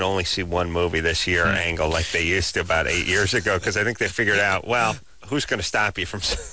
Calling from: Kansas, United States; I was calling from Kansas, so.

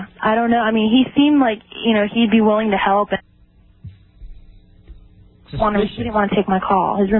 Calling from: San Pedro, California, United States; I'm calling from San Pedro.

